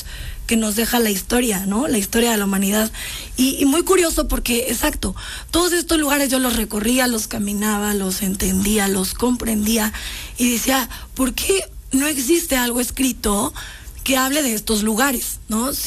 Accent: Puebla, Mexico; El 5 de mayo tiene un valor muy especial para nosotros como poblanos, pero también como mexicanos.

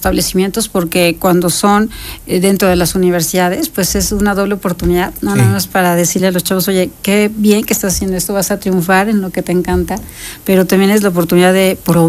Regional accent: Puebla, Mexico; que yo sé que muchos de los que somos poblanos ya las conocemos

